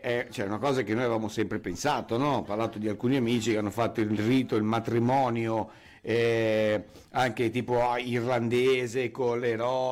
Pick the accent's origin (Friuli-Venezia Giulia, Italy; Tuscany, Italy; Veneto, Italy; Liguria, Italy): Veneto, Italy; Venice